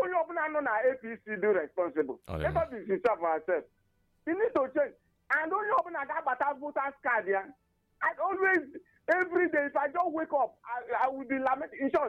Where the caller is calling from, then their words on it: Abakaliki, Ebonyi, Nigeria; I'm calling from Ebon State, Abakaliki.